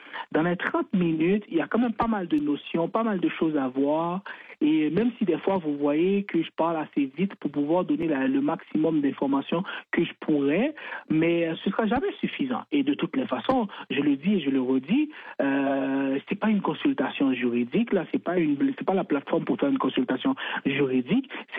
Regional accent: Haiti; Je suis haïtien à 100% natif natal

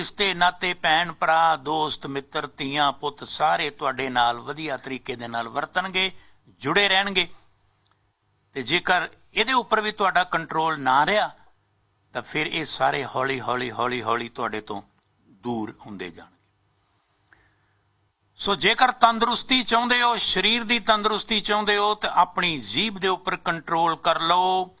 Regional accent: Faridkot district, Punjab, India; ਮੈਂ ਖੁਦ ਫਰੀਦਕੋਟ ਜ਼ਿਲ੍ਹੇ ਦਾ ਹੀ ਆ

